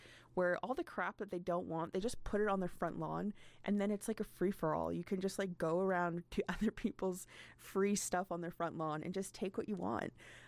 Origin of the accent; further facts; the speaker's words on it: Prince George, British Columbia, Canada; I know for myself personally, like I born and raised in Prince George